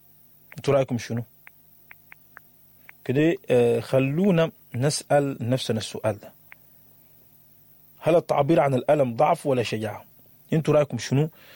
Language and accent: Arabic; Sudan; أضاف لينا كسودانيين، يعني هناك كانت شوية فيها نوع من المرونة، لكن دي خاصة بينا جدا جدا